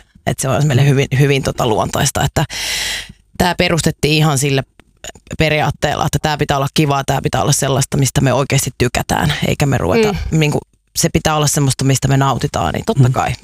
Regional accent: Kerava, Uusimaa, Finland; Me ollaan Keravalta, juh. Kyllä.

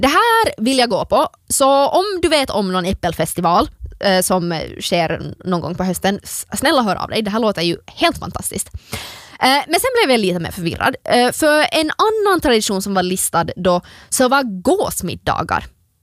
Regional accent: Finland; som finlandssvensk

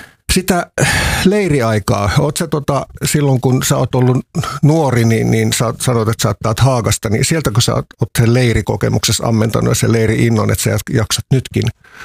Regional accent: Vantaa, Uusimaa, Finland; also born or lived in Helsinki; me muutettiin aikoinaan Lauttasaaresta Tikkurilaan ja siellä huudettiin Joppeja pihalla, niin äitini luuli, että nyt meidän poikaan, olin silloin muutaman kuukauden ikäinen

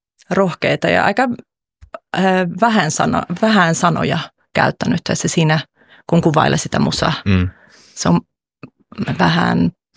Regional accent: Gothenburg, Västra Götaland, Sweden; kun tämä bändi on Göteborgista, missä mä oon kotoisin.

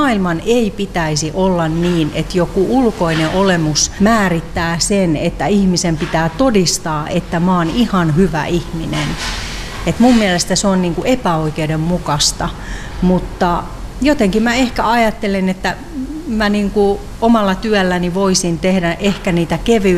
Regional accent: Pirkanmaa, Finland; born there; moved away; sinne Pirkanmaalle, koska se on se mun kotipaikka ollut aiemmin

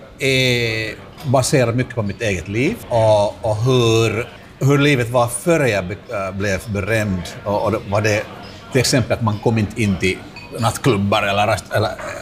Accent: Vantaa, Uusimaa, Finland; now in Helsinki, Finland; Jag var uppvuxen i Jakobacka, som var ganska stort ställe att vara annorlunda.

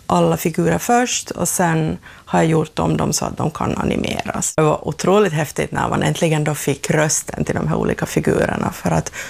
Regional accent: Kaskö, Ostrobothnia, Finland

